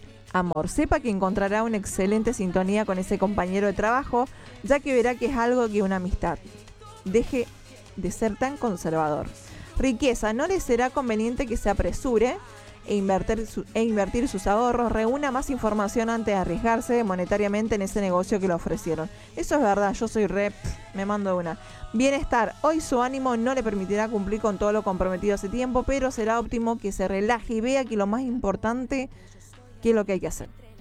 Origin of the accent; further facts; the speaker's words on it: Mendoza, Argentina; also born or lived in Buenos Aires; Soy mendocina, pero amo Córdoba. A mí por ahí me costaba un poco meterme un poco con el cuarteto, Porque no le puedo... Yo estuve acá en Córdoba, pero después me fui a vivir 14 años en Buen